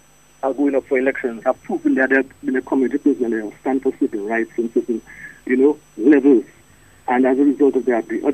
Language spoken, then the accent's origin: English; Roseau, Saint George, Dominica; I grew up in Solomon Lane, and he grew up in Princess Lane, the next lane after.